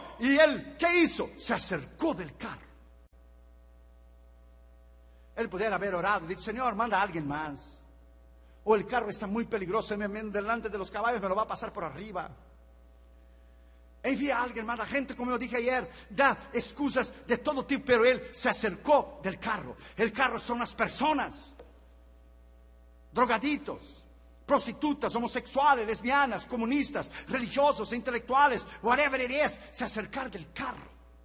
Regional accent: Brazil; moved away; Mucho gusto … de Brasil.

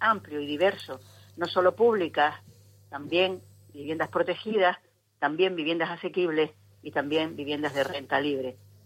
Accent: Spain; los españoles somos los europeos más ricos en patrimonio de toda Europa

